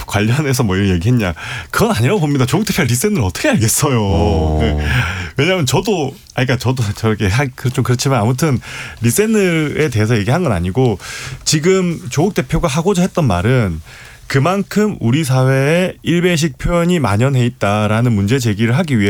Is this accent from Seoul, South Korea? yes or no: no; Busan, South Korea; 마침 제가 또 부산 출신입니다.